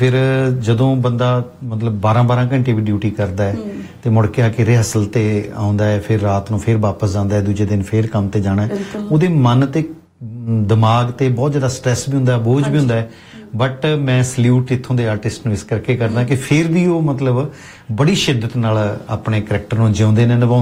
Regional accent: Himachal Pradesh, India; Punjabi is a second language; now in Ludhiana, India; ਪੰਜਾਬੀ ਮੇਰੀ ਮਾਂ ਬੋਲੀ ਨਹੀਂ ਹੈ ਉਸ ਕਿਸਮ ਦੇ ਮੈਂ ਪੰਜਾਬੀ ਸਿੱਖੀ ਹੈ ਔਰ ਇੱਕ ਬੜੀ ਖੂਬਸੂਰਤ ਘਟਨਾ ਜਿਹਨੇ ਮੈਨੂੰ ਮੇਰੀ ਜ਼ਿੰਦਗੀ ਨੂੰ ਮੋੜਿਆ ਟਰਨ ਕੀਤਾ ਹੈ ਕਿ ਮੈਂ ਲੁਧਿਆਣੇ ਇੱਕ 1987 ਦੇ ਵਿੱਚ ਮੈਂ ਪੜ੍ਹਨ ਆਇਆ ਸੀ ਹਿਮਾਚਲ ਦੇ ਵਿੱਚੋਂ ਲੁਧਿਆਣੇ

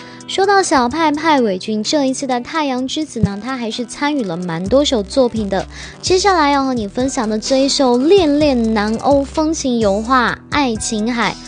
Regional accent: Qingdao, Shandong, China; 也是我的家乡青岛站的名字

